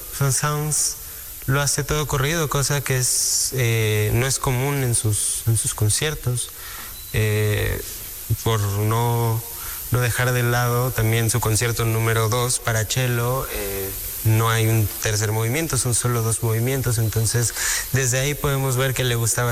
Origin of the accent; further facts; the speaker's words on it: Mexico; puedo decir con mucho orgullo que soy mexicano